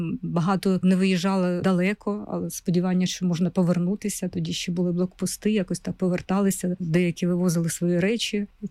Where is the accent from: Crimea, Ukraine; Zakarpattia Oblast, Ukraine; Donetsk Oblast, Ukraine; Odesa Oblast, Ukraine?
Donetsk Oblast, Ukraine; Kurakhove; moved away as an adult; це було моє рідне місто, в якому я народилася.